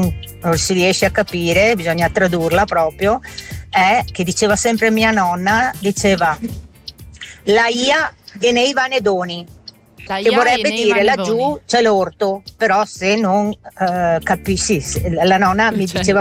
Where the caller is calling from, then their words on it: Treviso, Veneto, Italy; accent: Trevisan dialect; da Treviso. Anche il nostro dialetto è abbastanza comprensibile, però se tu vai da Treviso, vai verso Montebelluna o verso il Montello, già cambia tutto.